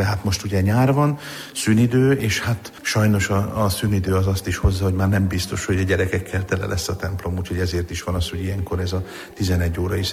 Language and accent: Hungarian; Šamorín, Trnava Region, Slovakia; tehát onnét származom, de 4 éves korunkba költöztünk Somorjára, és akkor a vízlépcső építése miatt is, és itt Somorjainak tartom igazán magam, mert hát amióta úgymond az eszemet tudom, azóta Somorjai vagyok.